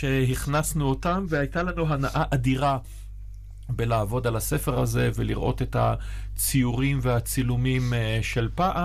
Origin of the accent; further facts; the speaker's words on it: Haifa, Haifa District, Israel; אני בתור חיפאי